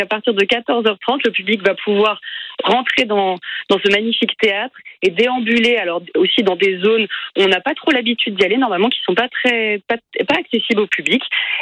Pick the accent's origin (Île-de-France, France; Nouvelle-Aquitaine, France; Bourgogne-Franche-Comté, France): Bourgogne-Franche-Comté, France; Sens; personnellement, j'ai grandi à Sens. Je connais ce théâtre depuis que je suis toute petite.